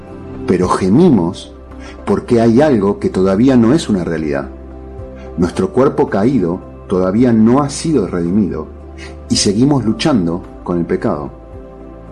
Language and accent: Spanish; Argentina; accent: Argentine; Yo nací en Argentina. Me veo como un argentino, hablo español con acento argentino y tengo los típicos gustos de un argentino.